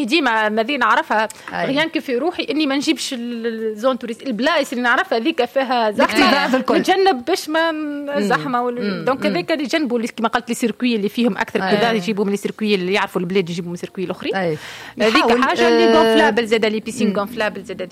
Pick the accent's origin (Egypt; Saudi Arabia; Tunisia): Tunisia; احنا تونسي